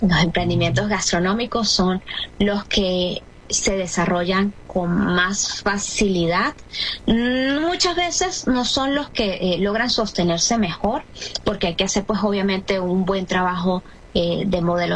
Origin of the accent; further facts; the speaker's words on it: Venezuela; lo que somos como venezolanos